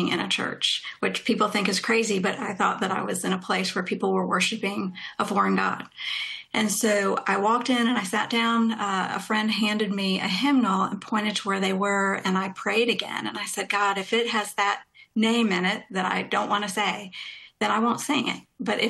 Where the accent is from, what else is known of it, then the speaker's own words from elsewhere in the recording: New York City, New York, United States; also born or lived in Iowa; So, you know, I was born in New York City, and both my parents grew up there, and so I still had family there and was there a lot throughout my upbringing, and then ended up in Iowa